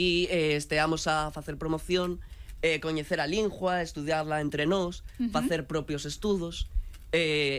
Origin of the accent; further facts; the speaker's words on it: Madrid, Community of Madrid, Spain; Galician is a second language; De Madrid, Madrid son de Vallecas, ¿eh?